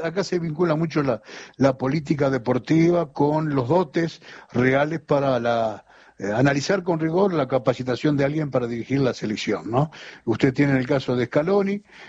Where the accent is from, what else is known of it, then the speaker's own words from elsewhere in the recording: Uruguay; el profundo agradecimiento como uruguayo